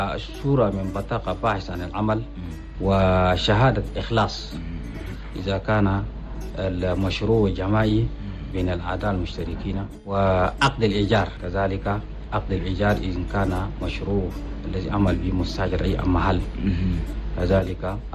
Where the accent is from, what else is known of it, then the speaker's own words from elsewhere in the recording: Chad; عندنا في تشاد